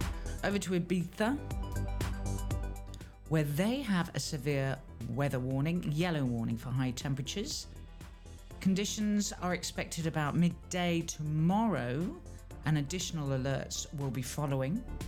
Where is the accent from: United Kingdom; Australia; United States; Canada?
United Kingdom; Windsor, South East England; now in Mallorca, Spain; Let's check out my hometown. Not that I've lived there for many, many years. Cloudy there. This is back in the outskirts of London in Windsor.